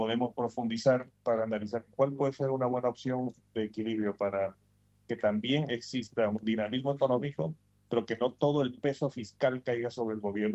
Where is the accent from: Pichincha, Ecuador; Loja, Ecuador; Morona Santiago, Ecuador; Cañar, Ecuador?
Pichincha, Ecuador; Quito; now in Panama; yo soy quiteño, aunque vivo en Panamá